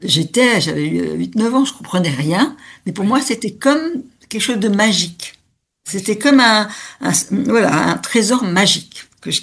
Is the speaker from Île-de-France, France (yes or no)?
yes; Paris, Île-de-France, France; une fille de la rive gauche, mais aussi enfin, de la campagne, parce qu'il y a, dans mon enfance, j'étais beaucoup à Grosroux, qui est pas loin de Montfort-l'Amaury